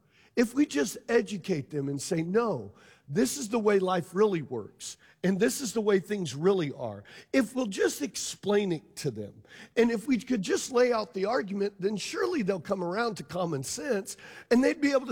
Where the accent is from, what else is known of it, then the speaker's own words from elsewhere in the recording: Louisiana, United States; I come from Louisiana, where if you can catch it and kill it and it doesn't eat you, you can eat it.